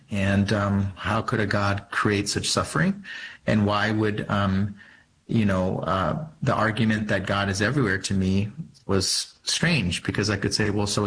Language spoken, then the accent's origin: English; Arizona, United States; And I grew up in Arizona to two parents who really didn't talk about religion.